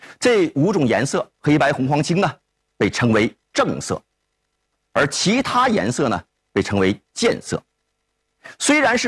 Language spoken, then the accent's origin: Chinese; China; 我们中国人啊关于色彩概念中最麻烦的一种颜色